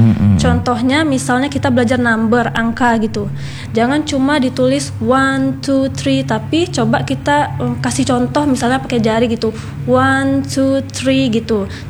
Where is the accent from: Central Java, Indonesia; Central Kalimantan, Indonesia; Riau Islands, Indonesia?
Riau Islands, Indonesia; Ranai; born there; also born or lived in Pekanbaru, Riau